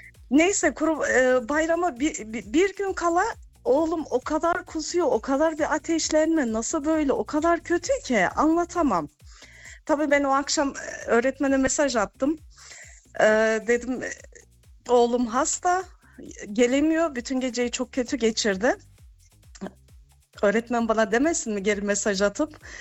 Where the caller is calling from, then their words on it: Stuttgart, Baden-Württemberg, Germany; Ben Stuttgart'tan arıyorum.